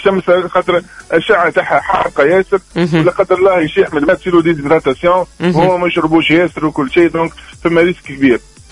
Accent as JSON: {"language": "Arabic", "region": "southern Tunisia", "country": "Tunisia", "said": "احنا عندنا في الجنوب زون معناتها كوتير كبيرة من بلقردان الجرديس الجربة"}